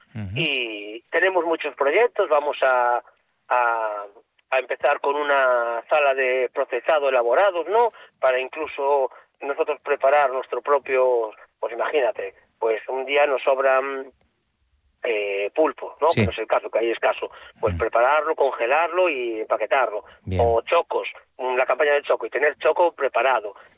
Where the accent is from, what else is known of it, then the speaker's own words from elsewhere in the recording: Galicia, Spain; esa como somos los gallegos, somos abiertos, somos cariñosos.